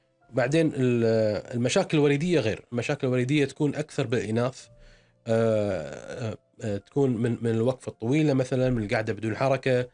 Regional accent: Kuwait; احنا عندنا بالكويت

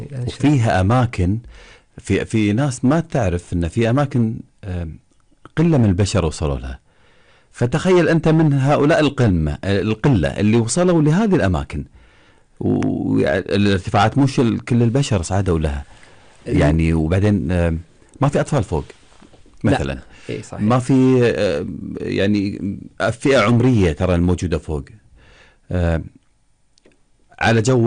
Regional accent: Kuwait; عندنا في الكويت

